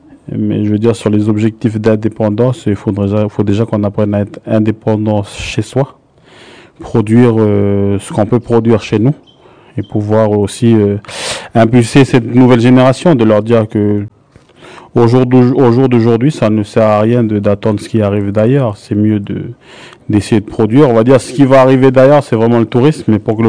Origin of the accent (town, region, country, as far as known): Lifou, Loyalty Islands Province, New Caledonia